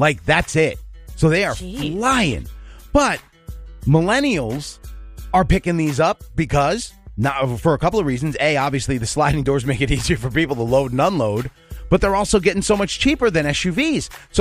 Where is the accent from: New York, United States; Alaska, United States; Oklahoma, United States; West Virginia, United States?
New York, United States; I grew up in New York, and then they went down to Florida